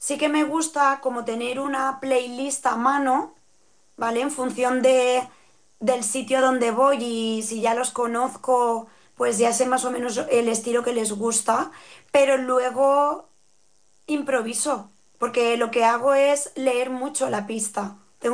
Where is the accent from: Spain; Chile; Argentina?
Spain; Xeraco, Valencian Community; ha sido los que he hecho en Xeraco, porque claro, es mi pueblo, es mi gente, y la emoción que me da al poder pinchar allí con toda mi familia